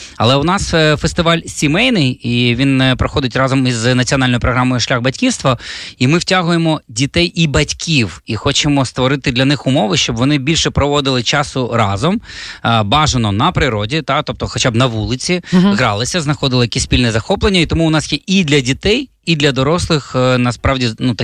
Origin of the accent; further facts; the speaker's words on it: Khmelnytskyi, Khmelnytskyi Oblast, Ukraine; Мій рідний Хмельницький